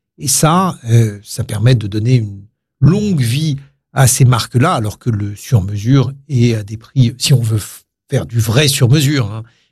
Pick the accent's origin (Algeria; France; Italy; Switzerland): France; Nous sommes français, on est français depuis que la France s'est faite.